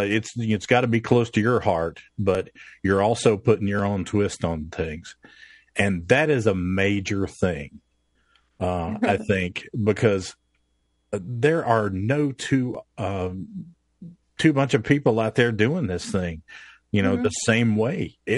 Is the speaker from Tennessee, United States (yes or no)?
yes; Tennessee, United States; And, you know, growing up in Tennessee where I did, you know, my grandfather, when I was 10 years old, put in a … eight track in his truck.